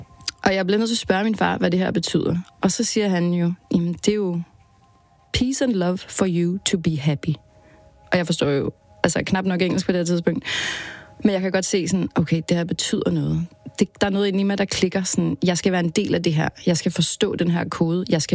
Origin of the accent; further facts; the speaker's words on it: Copenhagen, Capital Region of Denmark, Denmark; born there; det hører vi hjemme i Vanløse